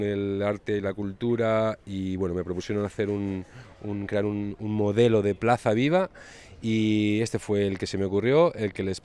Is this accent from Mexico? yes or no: no; Bilbao, Basque Country, Spain; moved away as an adult; also born or lived in Scotland; now in Menorca, Spain; Yo vengo de Bilbao.